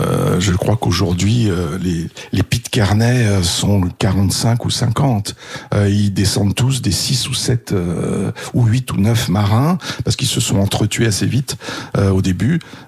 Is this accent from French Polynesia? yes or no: yes; Tahiti, French Polynesia; also born or lived in Madagascar; En fait, moi, j'ai passé mon enfance à Tahiti. Et mon adolescence à Madagascar